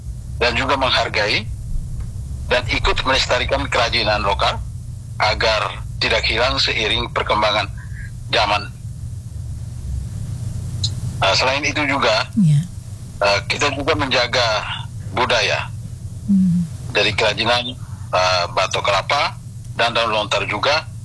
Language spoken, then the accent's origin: Indonesian; Wewaria district, East Nusa Tenggara, Indonesia; Saya berasal dari Desa Mogusaki, Kecamatan Wawaria, Kabupaten ND.